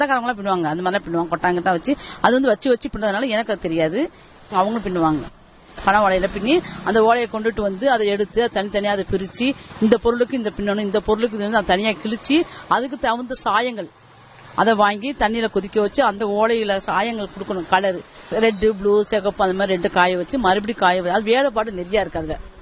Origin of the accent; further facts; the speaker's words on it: Tiruchirappalli, Tamil Nadu, India; now in Coimbatore, India; Madam. நான் பிறந்து வளர்ந்ததெல்லாம் திருச்சி. நான் கோயம்புத்தூருக்கு வந்து 30 வருஷம் ஆச்சு.